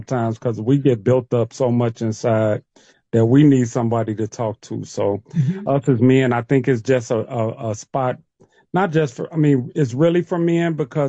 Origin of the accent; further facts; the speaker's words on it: Chicago, Illinois, United States; growing up in Chicago, because they love to signify in Chicago